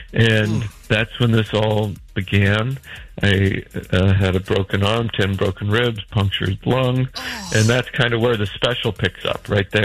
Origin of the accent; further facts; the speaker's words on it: Idaho, United States; now in New York City, United States; because I have a line in there about I'm from Idaho. This happened to me in Los Angeles. I live in New York City